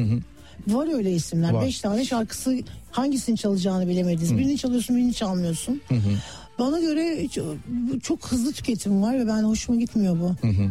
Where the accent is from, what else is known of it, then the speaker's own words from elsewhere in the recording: Istanbul, Turkey; Benim çocukluğum Yeşilçam sokağında geçti.